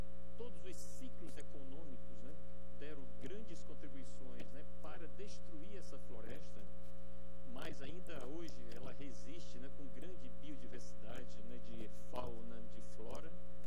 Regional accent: Maranguape, Ceará, Brazil; Eu sou de Maraguape, né, terra serrana também, vivi a minha infância, né, passeando, né, pelas serras e conhecendo elas, né, desde criança

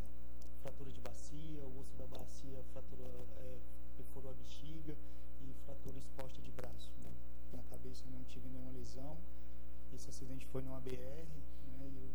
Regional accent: Aracati, Ceará, Brazil; Eu sou natural de Aracati, lá é litoral leste, litoral de praia, né?

